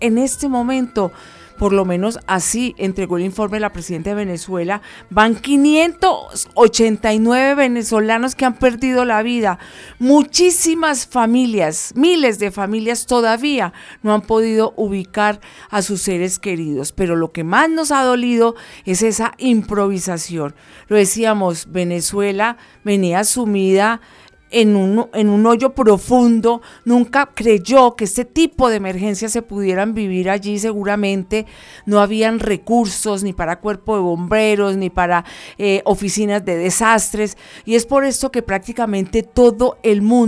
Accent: Huila, Colombia; born there; now in Antioquia, Colombia; mi tierra dorada, mi Huila, la tierra que me vio nacer

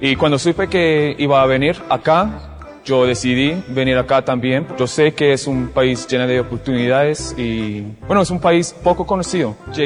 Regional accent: England, United Kingdom; Spanish is a second language; now in Colombia; yo soy de Inglaterra. Yo llegué aquí hace un año más o menos.

